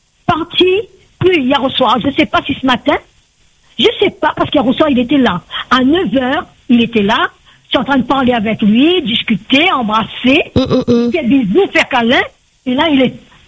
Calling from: Le Tampon, Réunion; j'habite au Tampon.

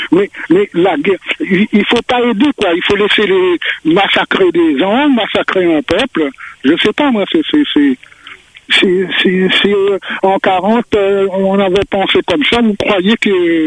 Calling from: Alençon, Normandy, France; Bonjour d'Alençon.

